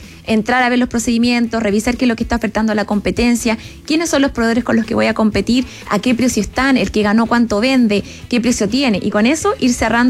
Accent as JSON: {"language": "Spanish", "region": "Valparaíso", "country": "Chile", "said": "yo soy de Valparaíso"}